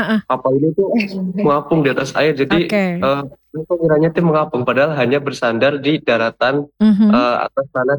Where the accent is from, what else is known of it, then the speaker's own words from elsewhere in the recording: Cilacap, Central Java, Indonesia; Saya berasal dari Kecamatan Wanerja di Cilacap Barat.